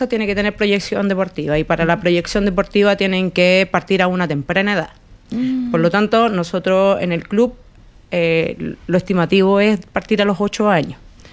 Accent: Chile; Y rojo porque somos chilenos y el rojo nos identifica.

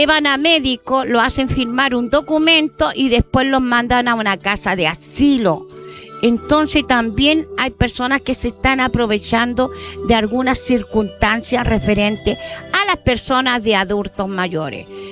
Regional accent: Chile; los ponemos las pilas como buen chileno, porque somos chilenos y también somos buenos para poder ayudar.

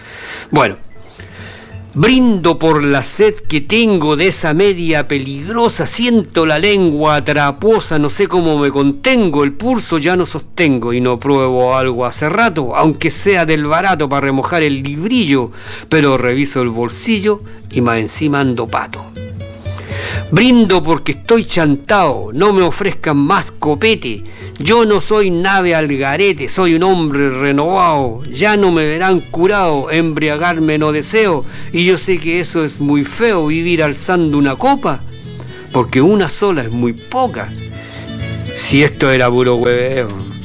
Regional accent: Chile; Porque yo soy chileno de la población. Mis padres fueron pobres.

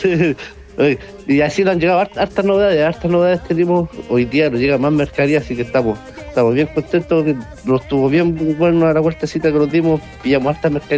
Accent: Chile; somos chilenos

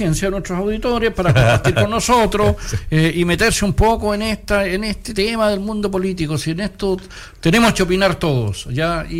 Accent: Chile; Somos chilenos

